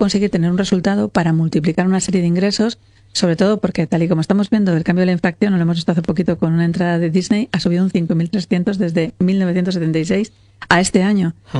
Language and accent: Spanish; Valladolid, Castile and León, Spain; A mí me gusta mucho mi tierra, me gusta mucho poder estar aquí, la gente que somos de aquí